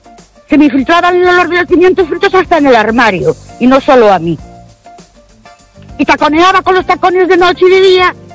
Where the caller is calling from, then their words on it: Ourense, Galicia, Spain; Buenas noches. … de Ourense.